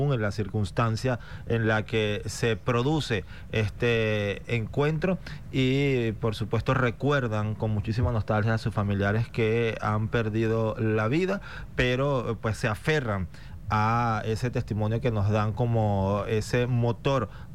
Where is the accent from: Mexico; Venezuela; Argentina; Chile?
Venezuela